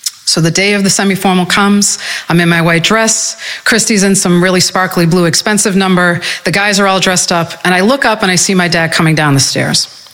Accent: Malden, Massachusetts, United States; I'm from Malden, Massachusetts

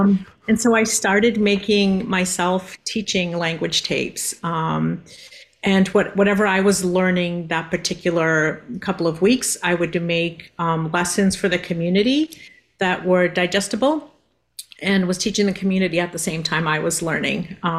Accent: Mashpee, Massachusetts, United States; I'm from the Mashpee Wampanoag tribe

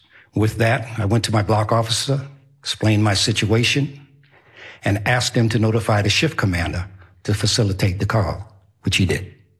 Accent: Boston, Massachusetts, United States; I'm 71 years old, born and raised in Boston, one of 10 children.

